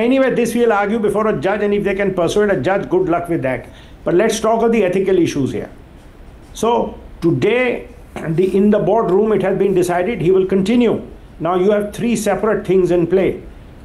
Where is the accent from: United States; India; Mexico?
India; for me as an Indian